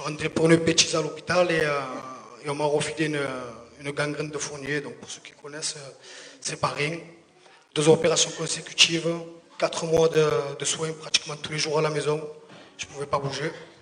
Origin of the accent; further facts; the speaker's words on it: Marseille, Provence-Alpes-Côte d'Azur, France; born there; also born or lived in Fos-sur-Mer / Port-de-Bouc; Je suis né à Marseille, dans les quartiers nord, dans les quartiers très difficiles.